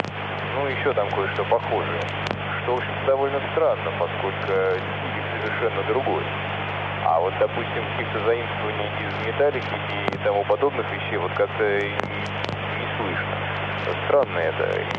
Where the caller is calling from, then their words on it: Volgograd, Volgograd Oblast, Russia; Я вот сам из Волгограда. Нас вот с декабря подключили к «Эхо Москвы».